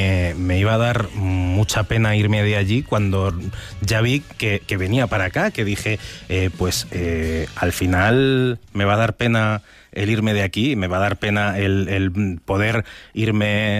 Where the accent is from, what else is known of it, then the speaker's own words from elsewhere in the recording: Talavera de la Reina, Castilla-La Mancha, Spain; moved away as an adult; decido quedarme un poco en Talavera, que es de donde soy